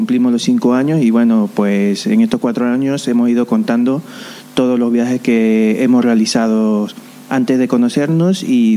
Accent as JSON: {"language": "Spanish", "country": "Panama", "said": "pues soy panameño"}